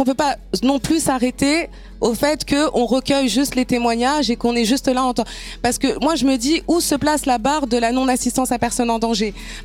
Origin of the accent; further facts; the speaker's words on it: La Courneuve, Île-de-France, France; je suis de la Courneuve.